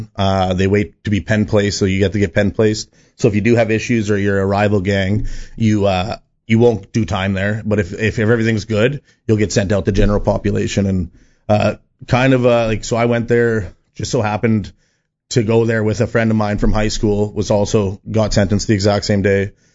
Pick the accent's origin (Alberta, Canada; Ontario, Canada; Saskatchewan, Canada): Saskatchewan, Canada; Saskatoon; I'm from Saskatoon, so there's a big... there's gangs from Saskatoon, Regina, two different gangs.